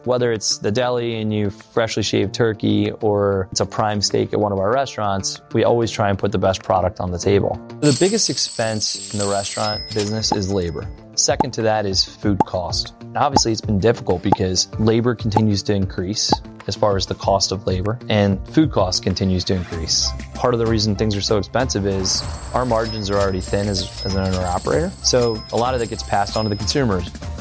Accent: Timonium, Maryland, United States; born there; now in Baltimore, United States; I was born in Timonia, Maryland, and lived in Baltimore, Maryland here the last 17 years.

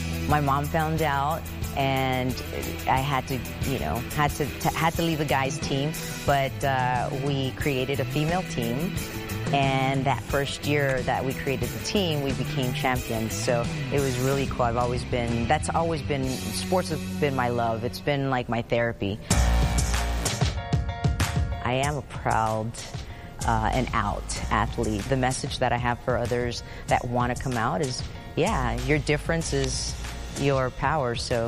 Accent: Houston, Texas, United States; I grew up here in Houston, Texas. I was the only girl. Grew up the youngest of two, with two older brothers

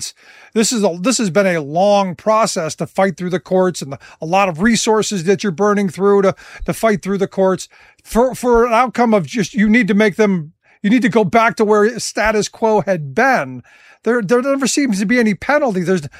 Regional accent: Cleveland, Ohio, United States; I grew up in Cleveland, Phil.

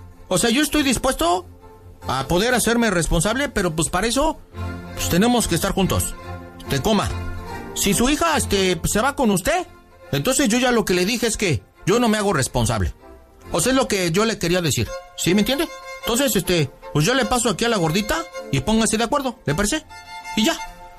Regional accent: Xochimilco, Mexico City, Mexico; porque así nací yo, pues yo soy del barrio acá del Xochimilco.

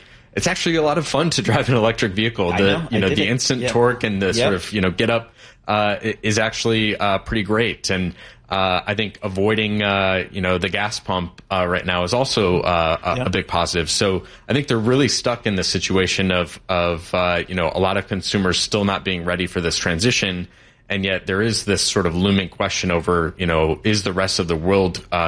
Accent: Michigan, United States; moved away as an adult; also born or lived in London; I grew up in Michigan.

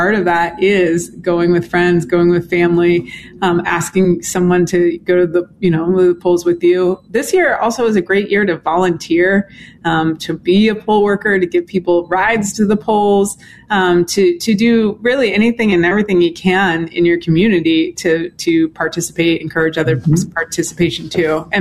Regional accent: Indianapolis, Indiana, United States; That is correct. I'm from Indianapolis, Indiana.

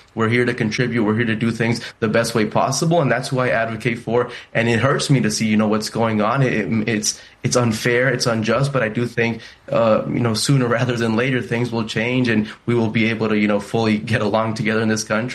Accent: College Station, Texas, United States; I grew up in College Station, Texas, a very unique place because, you know, you have Texas A&M University. It's very globalized. There's a lot of different components. College Station is a pretty conservative place.

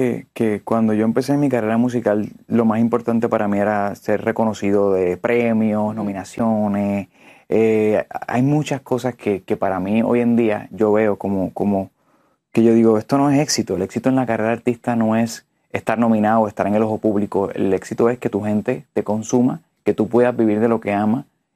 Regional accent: Puerto Rico; Yo llegaba a Puerto Rico y decían, ¿tú eres caraqueño? Y yo, no, soy puertorriqueño, pero porque tú hablas así. Me cambió el acento.

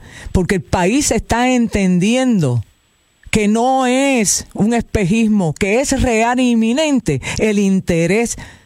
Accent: Puerto Rico; logró tocar la fibra de nuestra conciencia como puertorriqueños y puertorriqueñas.

